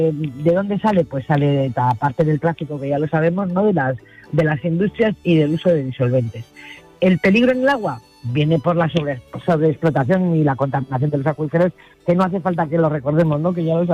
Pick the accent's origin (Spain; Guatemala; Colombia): Spain; Castilla-La Mancha; Cómo está el oreo, que diría en mi tierra.